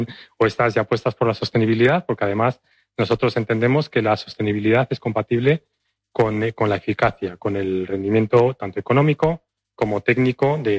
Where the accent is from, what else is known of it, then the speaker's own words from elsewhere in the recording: Valladolid, Castile and León, Spain; moved away as an adult; now in Ador, Spain; Yo soy de Valladolid